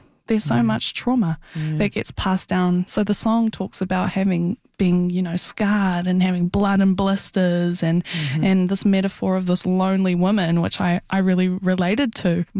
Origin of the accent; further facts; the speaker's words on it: Rotorua, Bay of Plenty, New Zealand; also born or lived in Te Aroha; I come from Rotorua, so my grandmother, she was part of the urban drift to Rotorua. Rotorua is the closest town, so 90% of Tūhoe live outside of our ancestral lands, and most of us come from Rotorua.